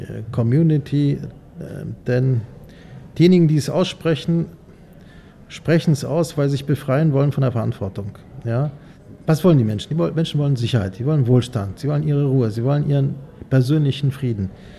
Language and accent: German; Gdańsk, Pomeranian Voivodeship, Poland; In meiner Heimatstadt Danzig die Verständigung mit skandinavischen Ländern.